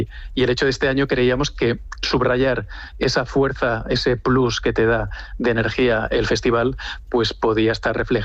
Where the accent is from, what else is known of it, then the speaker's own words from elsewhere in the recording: Extremadura, Spain; como extremeños, el hecho de que siempre se ha tenido una especial atención con eso que se ha llamado la raya